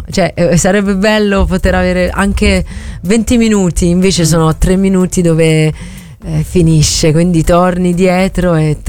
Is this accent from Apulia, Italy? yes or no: yes; Bari, Apulia, Italy